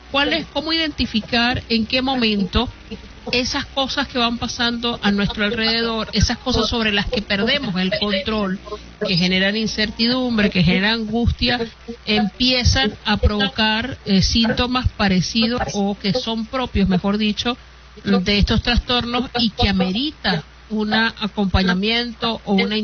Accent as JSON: {"language": "Spanish", "country": "Venezuela", "said": "Como eso de los venezolanos somos alegres, los venezolanos somos resilientes, los venezolanos nos sobreponemos a todos"}